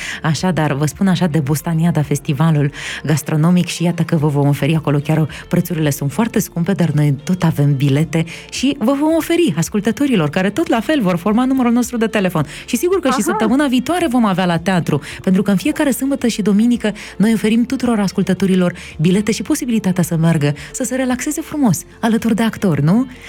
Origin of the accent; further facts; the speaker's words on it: Drochia, Drochia District, Moldova; Că și eu sunt de la Drochia.